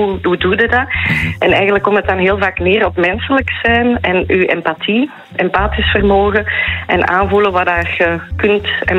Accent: Flanders, Belgium; now in Ostend, Belgium; Ik ben uit de Kempen afkomstig en ik ben verhuisd naar Oostende om daar vroedvrouw te zijn op wat het mooiste verloskamer van het land was.

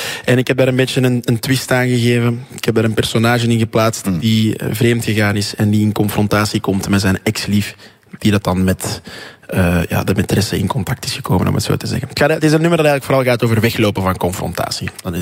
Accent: Boortmeerbeek, Flanders, Belgium; Want ik ben van Boort Meerbeek afkomstig, dat is 2 dorpen verder.

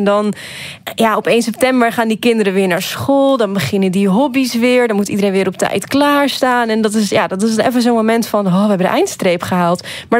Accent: Netherlands; Maar ja, dat is voor mij als Nederlander toch alweer iets bijzonders. Want zo'n collectief moment op 1 september, dat kennen wij niet in Nederland.

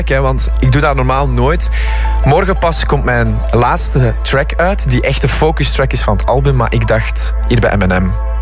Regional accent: Aalst, Flanders, Belgium; mijn leven in Aalst, waar ik ben opgegroeid.

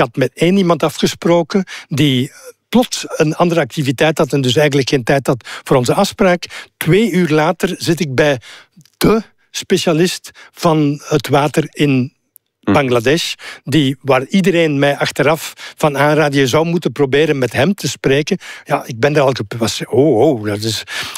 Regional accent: Flanders, Belgium; Ik als Kempenaar zou nooit een Vlaming geweest zijn als er geen Franstalige meerderheid was of bestuur geweest was in dit land. Dan was ik een Brabander gebleven.

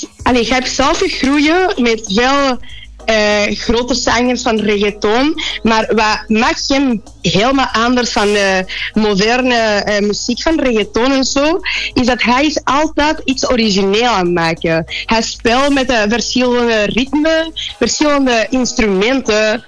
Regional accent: Bolivia; Dutch is a second language; Ik ben van Bolivia.

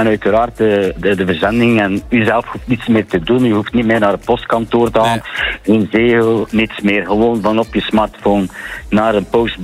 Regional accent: Bruges, Flanders, Belgium; ik ben een Bruggeling

